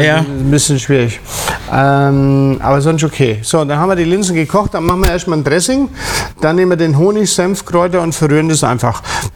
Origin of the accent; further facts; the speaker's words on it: Creglingen, Baden-Württemberg, Germany; aus Kreglinger im Taubertal, wo ich herkomme, ursprünglich.